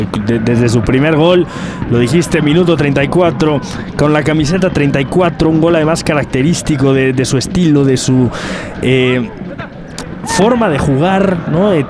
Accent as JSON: {"language": "Spanish", "country": "Mexico", "said": "a nosotros como mexicanos"}